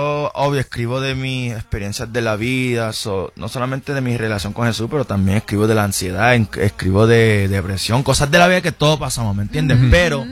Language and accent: Spanish; Puerto Rico